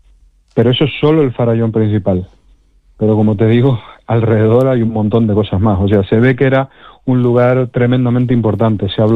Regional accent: Canary Islands, Spain; Bueno, soy canario, o sea, subimos y bajamos todos los días a las montañas. Las islas son muy, muy escarpadas y yo vivo en Tenerife, que tenemos el Teide, son casi 4.000 metros.

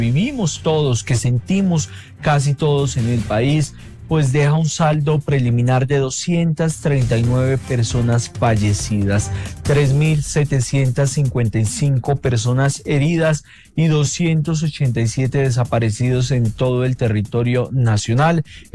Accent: Colombia

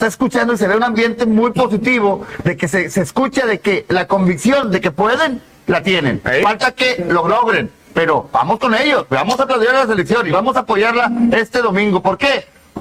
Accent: Mexico; lo que todos deseamos como buenos mexicanos

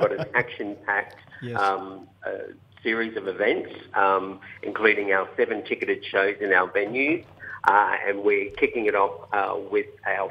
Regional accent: Coonabarabran, New South Wales, Australia; from Coonabarabra, northwestern New South Wales.

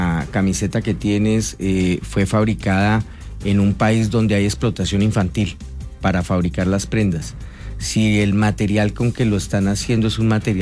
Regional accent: Mosquera, Cundinamarca, Colombia; moved away as an adult; also born or lived in La Vega, Cundinamarca; now in Mexico; Yo soy nacido en La Vega, Cundinamarca, pero me crié en Mosquera, Cundinamarca.

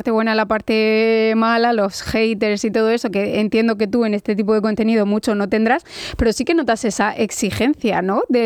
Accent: Region of Murcia, Spain; desde los que somos murcianos hasta los que nos ven desde fuera

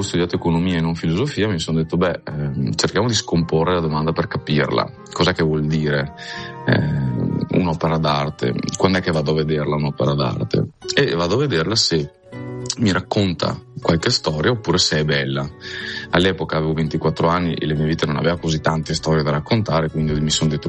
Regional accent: Veneto, Italy; accent: Venetian; sono veneto come avrete capito dall'accento

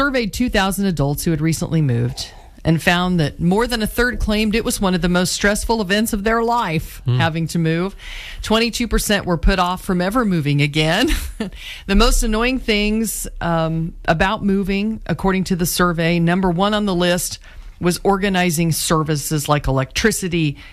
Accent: Clay Center, Kansas, United States; moved away as an adult; also born or lived in Newton, Kansas / Peabody, Kansas / Manhattan, Kansas; Moved to Clay Center, was in the same house my entire school career, you know, until I was 18.

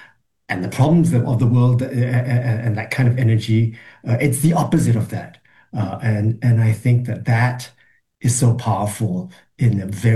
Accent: Singapore; as a Singaporean

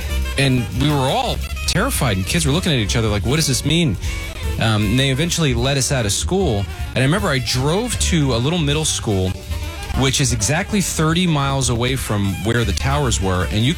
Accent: New Jersey, United States; I grew up in North Jersey

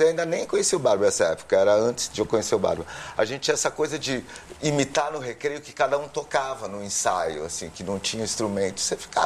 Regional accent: Brazil

